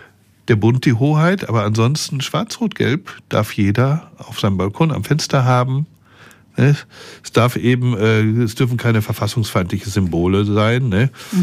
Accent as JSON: {"language": "German", "country": "Germany", "said": "ich bin Deutscher"}